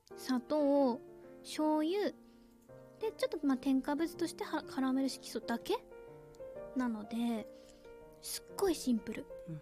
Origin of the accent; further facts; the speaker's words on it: Hokkaido, Japan; どさんことして